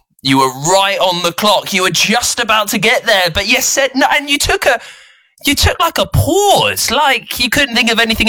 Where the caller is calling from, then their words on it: Southampton, South East England, United Kingdom; I am from Southampton.